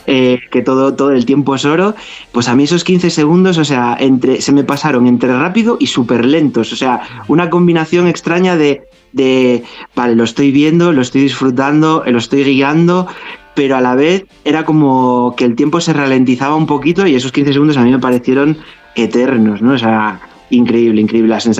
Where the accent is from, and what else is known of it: Galicia, Spain